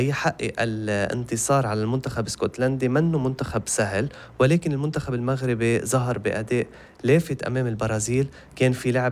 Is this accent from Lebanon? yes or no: yes; Lebanon; وبتهمنا كمان كلبنانيين